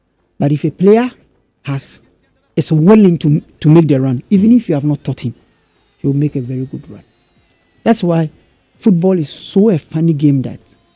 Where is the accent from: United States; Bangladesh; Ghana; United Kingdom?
Ghana